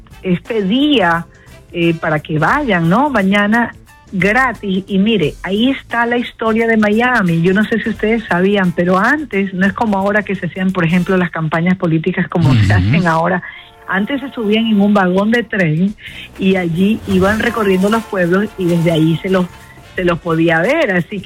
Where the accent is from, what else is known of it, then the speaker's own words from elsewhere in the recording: Ecuador; los que hemos estado viviendo en mi país, por ejemplo el Ecuador